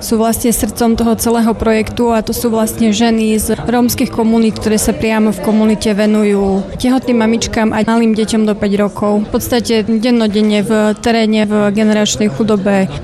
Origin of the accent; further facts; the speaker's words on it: Vranov nad Topľou, Prešov Region, Slovakia; Ja som z Vranova a pracujem v projekte Misia 1000, kde sa venujeme Rómom